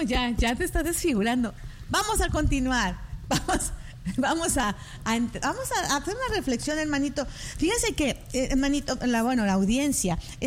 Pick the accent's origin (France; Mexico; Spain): Mexico; Monterrey, Nuevo León; Sí, yo soy de Monterrey, bellísima.